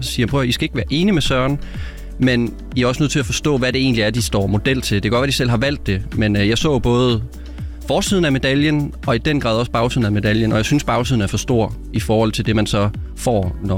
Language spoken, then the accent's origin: Danish; Viborg, Central Denmark Region, Denmark; det er også derfor, jeg holder fast i, at jeg er viborgenser.